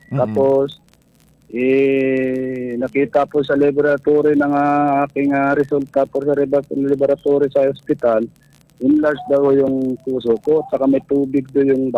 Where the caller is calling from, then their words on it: Kalibo, Western Visayas, Philippines; Kalibo Aklan po, nakatira.